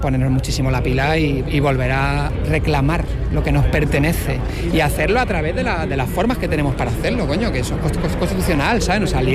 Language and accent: Spanish; Rivas-Vaciamadrid, Community of Madrid, Spain; Claro, yo soy de Rivas. Rivas hace 40 años era un descampado.